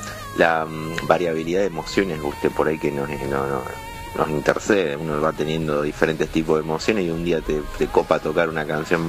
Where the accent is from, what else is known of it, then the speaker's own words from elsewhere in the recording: Rojas, Buenos Aires Province, Argentina; now in Rosario, Argentina; un rojense. En este caso sería yo, pero hace 10 años ya que vivo en Rosario.